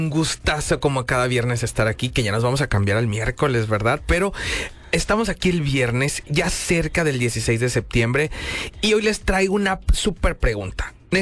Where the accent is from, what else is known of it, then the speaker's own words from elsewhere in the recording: Mexico; nosotros los mexicanos nos pintamos solitos.